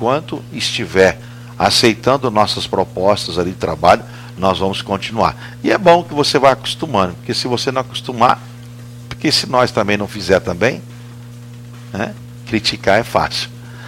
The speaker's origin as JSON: {"language": "Portuguese", "town": "Barra do Garças", "region": "Mato Grosso", "country": "Brazil", "said": "Porque você é da Aragarças, eu sou da Barra."}